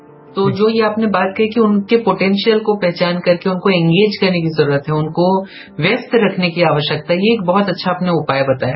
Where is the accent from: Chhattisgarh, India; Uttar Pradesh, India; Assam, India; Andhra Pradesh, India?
Chhattisgarh, India; क्योंकि मैं खुद भी छत्तीसगढ़ से हूँ तो मुझे इस चीज का पता है, क्योंकि हमारी भाषा या हमारे पहनावे या बोलचाल में एक सादगी है